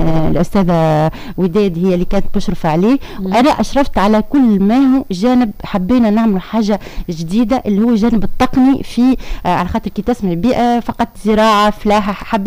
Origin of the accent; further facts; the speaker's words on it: Tunisia; أنا تونسي